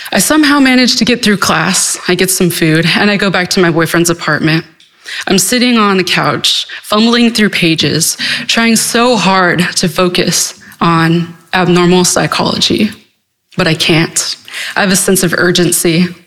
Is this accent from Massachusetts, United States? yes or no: no; Kansas, United States; I grew up on the Sac and Fox Reservation in Kansas as a member of the Iowa tribe.